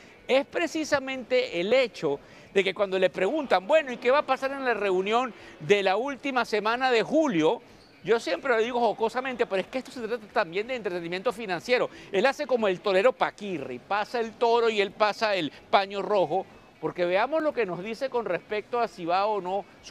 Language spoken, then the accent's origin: Spanish; Venezuela; Yo personalmente como venezolano